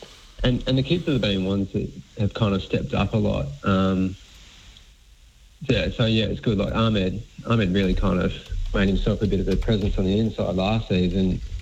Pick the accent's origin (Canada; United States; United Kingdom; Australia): Australia; Hamilton, Victoria; Growing up in Hamilton, there's not a great deal in the way of options.